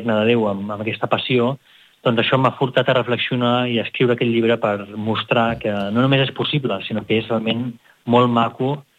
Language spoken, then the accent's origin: Catalan; Girona, Catalonia, Spain; now in Rome, Italy; jo he passat la meva infància i adolescència i joventut a Girona, estudiant aquí a Girona, i amb la família també aquí a Girona